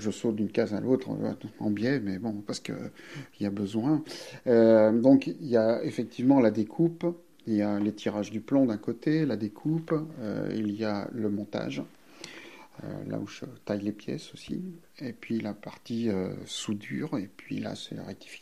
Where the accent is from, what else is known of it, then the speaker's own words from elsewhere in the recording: South-West France, France; now in Chaumont-sur-Tharonne, France; Je suis originaire du Sud-Ouest et j'ai vécu longtemps.